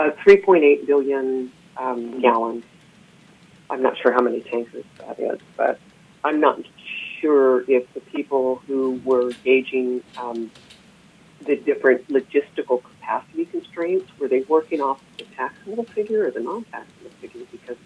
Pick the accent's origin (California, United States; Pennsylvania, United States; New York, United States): California, United States; I grew up in Contra Costa.